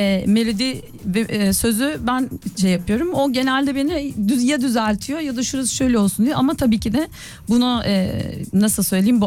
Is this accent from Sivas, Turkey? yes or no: no; Ankara, Turkey; Koyu bir Ankaralıyım ben. Tam bir Ankara bebesiyim hatta